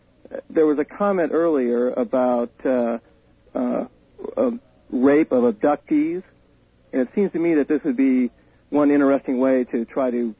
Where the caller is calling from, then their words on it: Baton Rouge, Louisiana, United States; Baton Rouge, Louisiana.